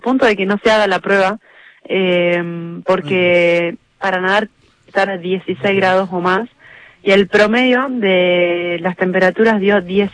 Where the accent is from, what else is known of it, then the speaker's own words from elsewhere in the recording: Santa Fe, Argentina; uno como santafesino